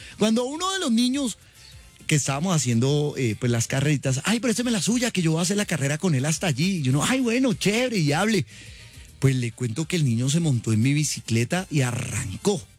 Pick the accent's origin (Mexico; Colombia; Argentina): Colombia; Popayán, Cauca; Soy de Popayán, escucha.